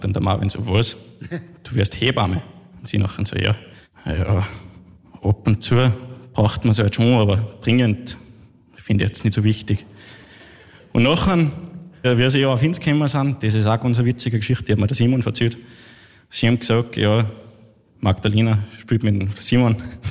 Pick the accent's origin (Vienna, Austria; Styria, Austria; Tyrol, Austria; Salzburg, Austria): Salzburg, Austria; Ich bin ein Salzburger, ja.